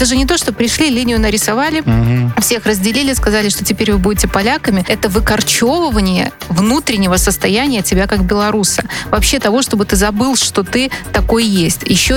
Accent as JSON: {"language": "Russian", "country": "Belarus", "said": "Ну, мы бы не знали, что мы белорусы вообще в принципе."}